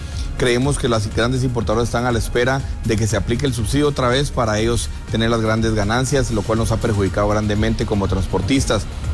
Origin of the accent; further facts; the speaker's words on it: Guatemala; quienes estamos pagando los platos rotos somos los guatemaltecos